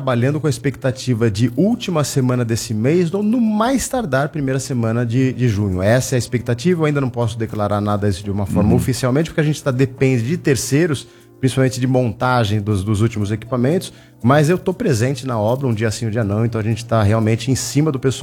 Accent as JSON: {"language": "Portuguese", "region": "São Paulo", "country": "Brazil", "tie": "born there", "moved": "as an adult", "lives_now": "Campinas, Brazil", "said": "Eu sou nascido em São Paulo, capital, mas moro em Campinas há mais de 3 anos."}